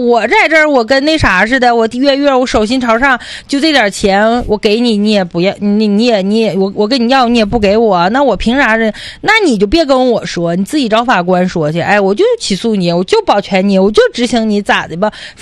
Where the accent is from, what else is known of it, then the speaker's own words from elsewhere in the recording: Changchun, Jilin, China; 可能要比咱们长春这边就要这个贵呗，